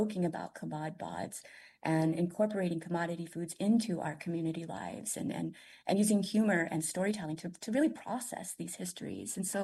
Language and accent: English; Tulsa, Oklahoma, United States; So I grew up in Tulsa, and, you know, we lived outside of the reservation boundaries, so we weren't eligible for commodity foods.